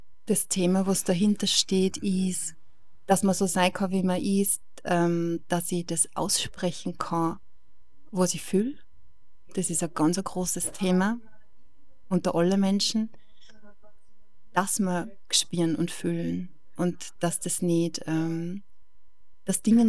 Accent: Styria, Austria; now in Bad Ischl, Austria; Ich komme ja ursprünglich aus der Oststeiermark und bin nicht eine Ischlerin.

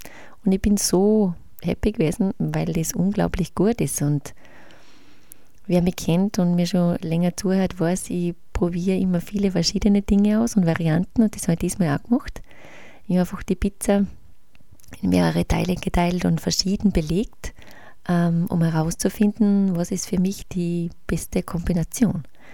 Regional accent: Austria; Ich habe dann sonst, wie ich es gewohnt bin, aus Österreich einfach im Frühling gesetzt

